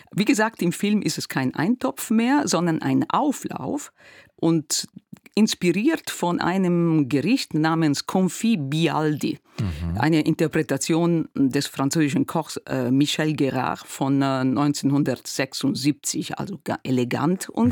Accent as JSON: {"language": "German", "region": "Emilia-Romagna", "country": "Italy", "said": "Und in der Region Marken heißt es dann Fricandò und in der Romagna, wo ich herkomme, Frigione."}